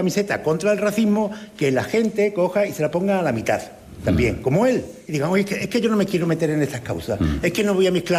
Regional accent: Spain; que a mí me parece muy bien como español, ¿no?

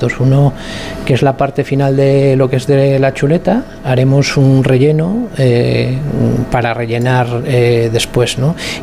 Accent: Mondoñedo, Galicia, Spain

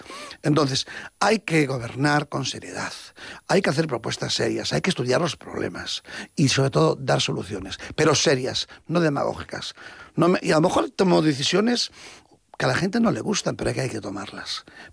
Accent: A Coruña, Galicia, Spain; Como español, como gallego y como coruñés

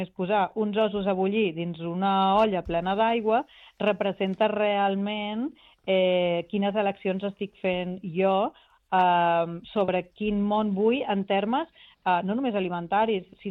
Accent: Ibiza, Balearic Islands, Spain; jo soc d'Eivissa

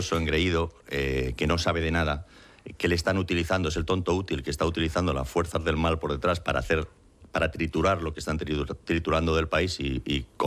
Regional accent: Spain; now in United States; Sí, porque yo soy ciudadano americano, soy español, porque nací aquí y tal, y fui al Colegio de los Sagrados Corazones

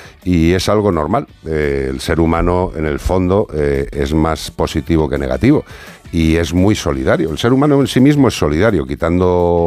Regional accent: Spain; Sí, sí, y ahí soy español

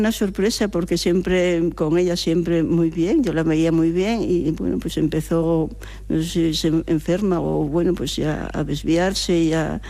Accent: Castile and León, Spain; also born or lived in San Miguel de las Dueñas; un pueblo de la Ribera del Órbigo.

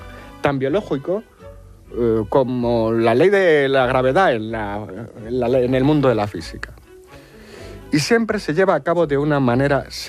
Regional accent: Spain; A ver si así pues como en Argentina, los españoles nos partimos la cara

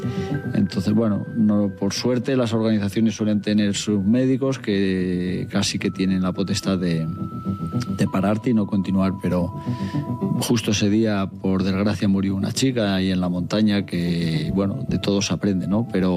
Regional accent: Béjar, Castile and León, Spain; Yo soy de Béjar, de jamón.

